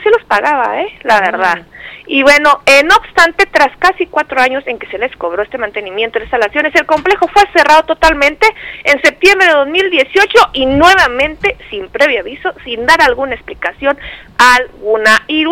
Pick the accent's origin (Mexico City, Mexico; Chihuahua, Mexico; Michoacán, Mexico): Chihuahua, Mexico; pues quienes crecimos en Chihuahua, a ver, ¿qué balneario se acuerdan o han ido de ahí de la ciudad?